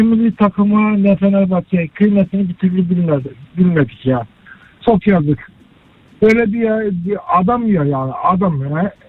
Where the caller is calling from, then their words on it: Istanbul, Turkey; İstanbul'dan arıyorum.